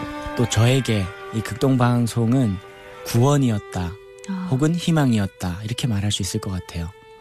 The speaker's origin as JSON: {"language": "Korean", "town": "Chongjin", "region": "North Hamgyong", "country": "North Korea", "tie": "born or raised there", "moved": "yes", "lives_now": "Seoul, South Korea", "said": "저는 함경북도 청진에서 태어나서 살다가 2009년부터 대한민국 서울에 살고 있는"}